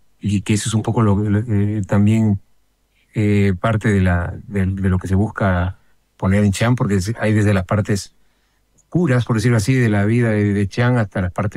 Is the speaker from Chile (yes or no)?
no; Peru; Por ejemplo, en mi país, en el Perú, ¿no?